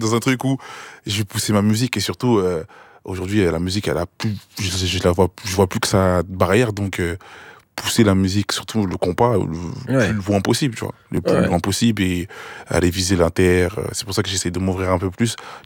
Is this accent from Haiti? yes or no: yes; Haiti; Je suis haïtien.